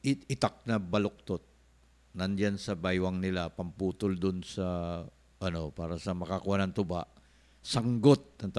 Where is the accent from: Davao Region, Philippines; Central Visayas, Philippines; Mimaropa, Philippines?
Davao Region, Philippines; now in Manila, Philippines; Sa aming salita, yung gatherer na, tuba gatherer sa amin sa Davao ay mananggiti.